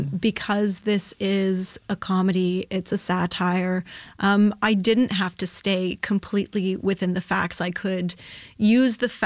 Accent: Ottawa, Ontario, Canada

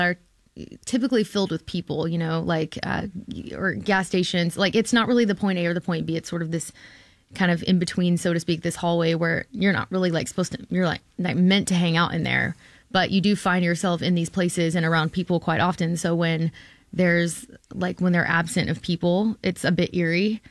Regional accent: Golden, Texas, United States; I stumbled across quite literally a sign in my hometown, this little tiny town in East Texas. And the sign said, Golden, Texas, which is the town, somewhere in the middle of nowhere.

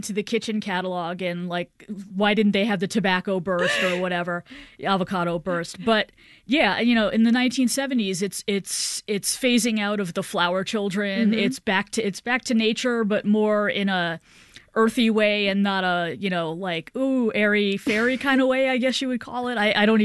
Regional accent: New York, United States; But I mean, again, you know, as a New Yorker, don't you feel trapped in many situations?

